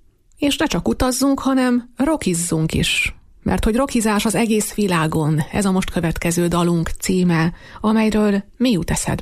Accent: Hungary; mivel magyar emberek vagyunk

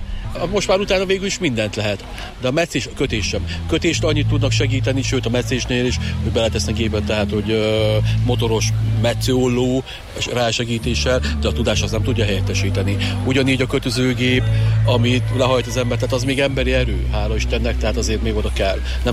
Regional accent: Eger, Heves, Hungary; now in Feldebrő, Hungary; én egri származású vagyok, felnémeti.

